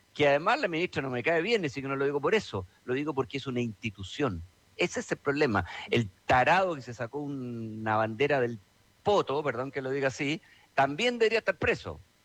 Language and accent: Spanish; Chile; en 20 millones que somos los chilenos